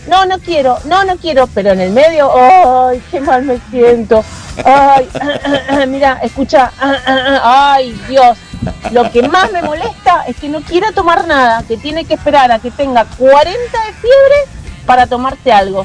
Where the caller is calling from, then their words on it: Luján, Buenos Aires Province, Argentina; de Luján.